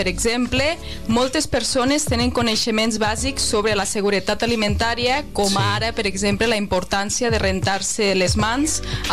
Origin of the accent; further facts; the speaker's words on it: Lleida, Catalonia, Spain; Ja que sóc de Lleida